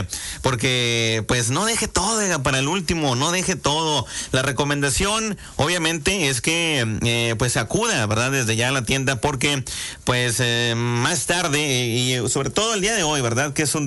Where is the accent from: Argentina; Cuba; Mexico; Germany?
Mexico